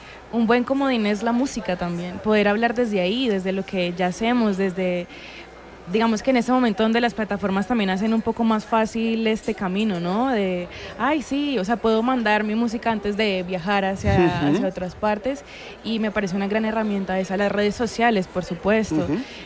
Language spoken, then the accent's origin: Spanish; Cali, Valle del Cauca, Colombia; Soy caleña.